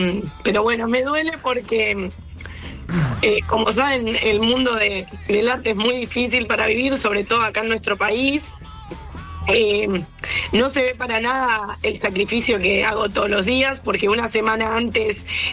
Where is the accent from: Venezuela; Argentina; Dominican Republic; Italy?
Argentina; Cañuelas, Buenos Aires Province; Yo soy de Cañuelas, para los que no saben.